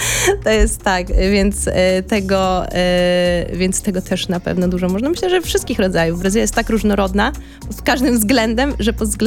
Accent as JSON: {"language": "Polish", "town": "Warsaw", "region": "Masovian Voivodeship", "country": "Poland"}